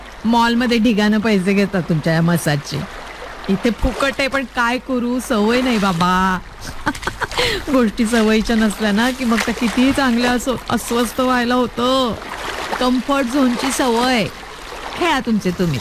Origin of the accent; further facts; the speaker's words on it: Maharashtra, India; अगं मी मराठीच आहे